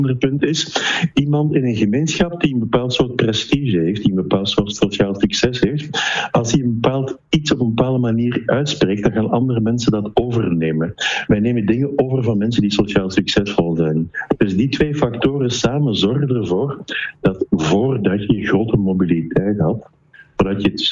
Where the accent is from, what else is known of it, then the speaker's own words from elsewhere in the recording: Flanders, Belgium; accent: Limburg accent, soft G; Nee, ik ben een Vlaamse Limburger eigenlijk. Ja. Maar ik heb al een tijdje in Nederland gewerkt en in mijn eigen land heeft Limburgs accent niet verschrikkelijk veel prestige.